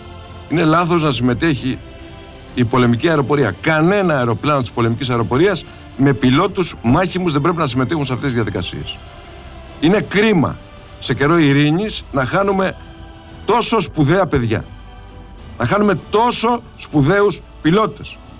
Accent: Sparta, Peloponnese, Greece; moved away

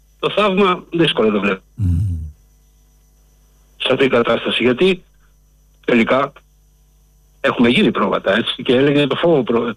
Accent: Greece; Εγώ πήρα να πω ότι δεν τρέπομαι ρε φίλε που είμαι Έλληνας. Πραγματικά δεν τρέπομαι που είμαι Έλληνας.

